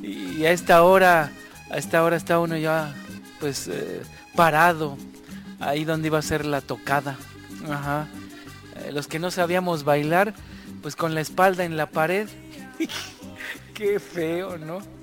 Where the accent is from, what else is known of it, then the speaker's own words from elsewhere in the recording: Mexico; somos mexicanos